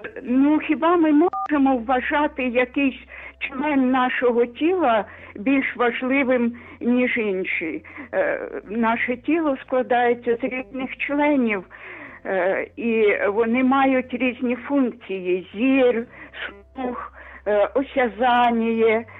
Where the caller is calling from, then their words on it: Kyiv, Ukraine; Доброго Божого раночку, я з Києва телефоную.